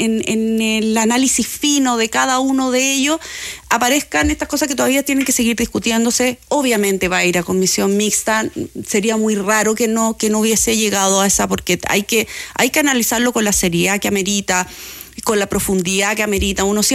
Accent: Chile; nosotros sí que tenemos experiencia como chilenos, digamos, de que hay reconstrucciones que no terminan nunca.

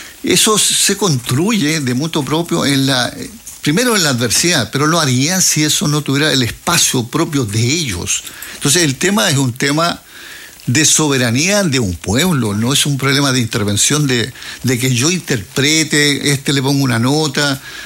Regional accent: Chile; Yo soy chileno por lo demás, ¿no?

